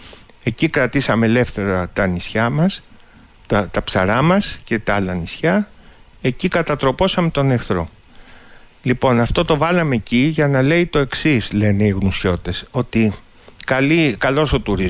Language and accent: Greek; Oinousses, North Aegean, Greece; moved away; also born or lived in Athens